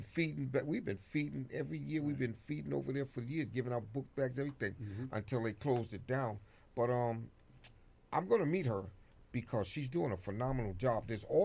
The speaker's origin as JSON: {"language": "English", "region": "New York", "country": "United States", "tie": "born or raised there", "said": "I grew up in Harlem. I'm telling you, I never heard a Spanish voice in my life. I grew up on 142nd Street in Lenox Avenue."}